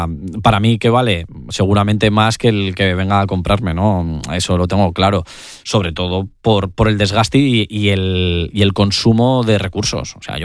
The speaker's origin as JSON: {"language": "Spanish", "town": "Avilés", "region": "Asturias", "country": "Spain", "moved": "yes", "said": "yo he estado muchos años fuera, he trabajado mucho fuera y vuelvo con la intención de hacer más grande mi tierra."}